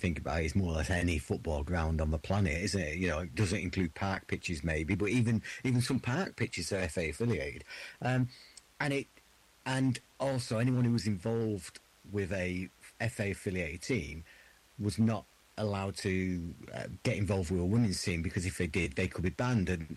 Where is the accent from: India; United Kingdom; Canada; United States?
United Kingdom; Hyde, North West England; So I when I grew up, I lived on Hattersley. I spent the first sort of 18 years of my life living in Hattersley.